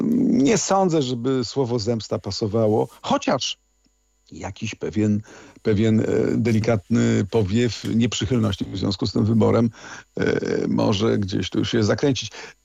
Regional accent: Kraków, Lesser Poland, Poland; born there; now in Warsaw, Poland; Ja jestem krakowianinem z urodzenia, mieszkam w Warszawie

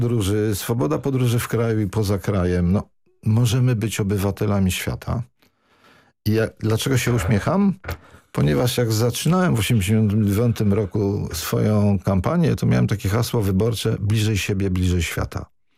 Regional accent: Lubin, Lower Silesian Voivodeship, Poland; now in Warsaw, Poland; Kiedyś z Warszawy do swojego Lubina, skąd pochodzę, jechałem tym małym Fiatem, nie wiem, 7-8 godzin.

